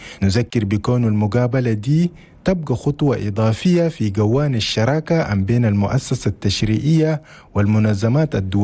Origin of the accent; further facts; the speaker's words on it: Chad; ملف هنا العدالة في بلدنا تشاد